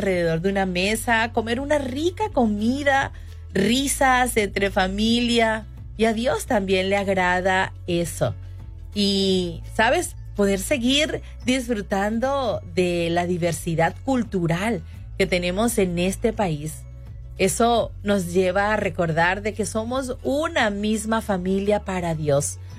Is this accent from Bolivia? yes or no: no; Venezuela; now in United States; En Venezuela comemos mucho queso.